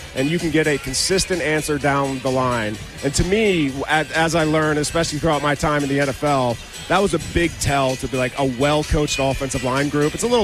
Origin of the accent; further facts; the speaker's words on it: Maryland, United States; I'm from Maryland originally.